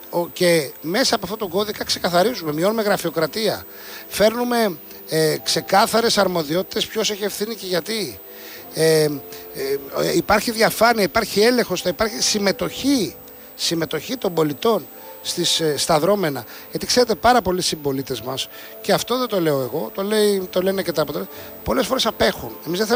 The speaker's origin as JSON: {"language": "Greek", "country": "Greece"}